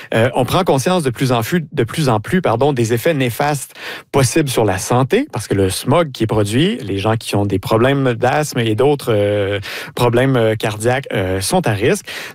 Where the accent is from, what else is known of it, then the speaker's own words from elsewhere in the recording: Quebec, Canada; Moi, j'ai grandi en Gaspésie, dans la baie des Chaleurs